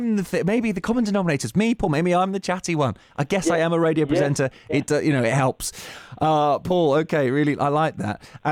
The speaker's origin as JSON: {"language": "English", "region": "South West England", "country": "United Kingdom", "said": "So I said earlier on, I'm not from London, I'm from the southwest. And I think the Southwest is very friendly."}